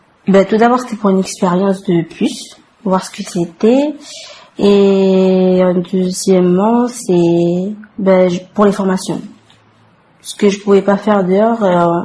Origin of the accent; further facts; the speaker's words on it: Canala, North Province, New Caledonia; j'ai 21 ans, je suis originaire de Kanala Punerewin